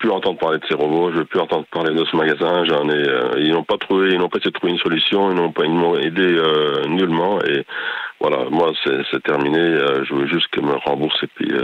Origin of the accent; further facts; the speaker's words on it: Virton, Wallonia, Belgium; Et moi, je suis de Virton, donc j'ai été jusqu'à Bastogne pour aller les chercher.